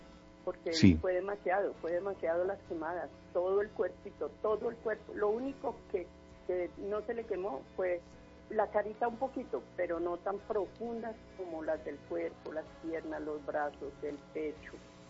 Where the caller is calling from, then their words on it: Madrid, Cundinamarca, Colombia; De Madrid, Cundinamarca